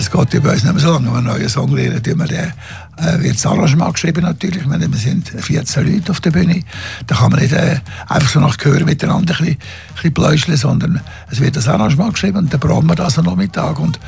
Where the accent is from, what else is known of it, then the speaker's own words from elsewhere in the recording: Zurich, Switzerland; Und bei uns in Zürich ist das so, ja, ich rede jetzt mal von Zürich, vielleicht in der Schweiz generell, sind immer weniger geworden.